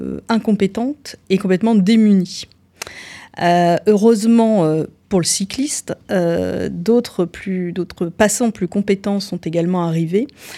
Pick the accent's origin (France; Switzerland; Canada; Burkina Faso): France; Auvergne-Rhône-Alpes; moved away as an adult; now in Valence, France; je suis auvergnate d'origine.